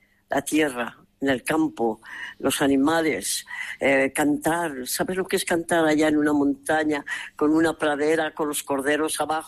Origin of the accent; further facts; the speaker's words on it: Beteta, Castilla-La Mancha, Spain; moved away; estoy en Beteta, mi pueblo, mi tierra, mi pueblo que me vio nacer